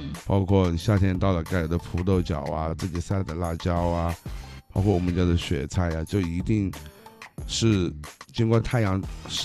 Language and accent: Chinese; Changsha, Hunan, China; 我长沙人吃了39年了